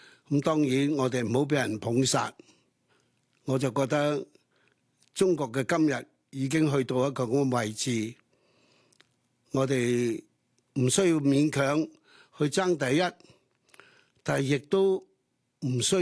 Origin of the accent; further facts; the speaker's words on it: Hong Kong; 所以我作為一個香港人，一個教育工作者